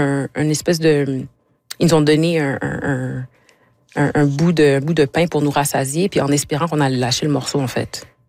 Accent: Quebec, Canada; born there; Moi, je suis établie ici, je suis née au Québec. C'est ma maison, c'est mon pays.

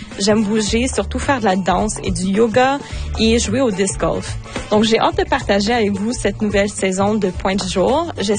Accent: Regina, Saskatchewan, Canada; moved away as an adult; also born or lived in Ottawa / Brazil; J'ai grandi à Regina, mais j'ai quitté après le secondaire pour faire mes études d'université à Ottawa

